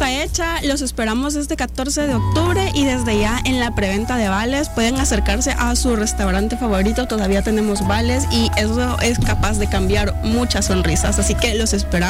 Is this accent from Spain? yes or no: no; El Salvador; nos sumemos todos como salvadoreños